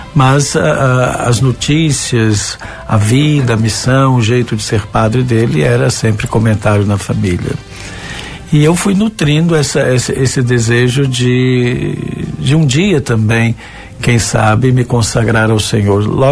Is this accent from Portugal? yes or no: no; Juiz de Fora, Minas Gerais, Brazil; moved away; also born or lived in Campo Grande, Rio de Janeiro; Mas a nossa infância foi vivida em Minas Gerais, sobretudo na cidade de Juiz de Fora